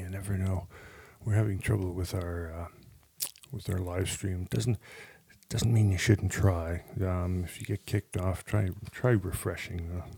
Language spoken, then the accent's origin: English; Thunder Bay, Ontario, Canada; My hometown.